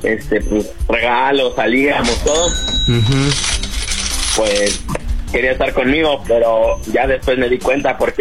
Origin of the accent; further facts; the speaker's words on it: Mexico City, Mexico; Tengo 20 años y aquí estoy de la Ciudad de México.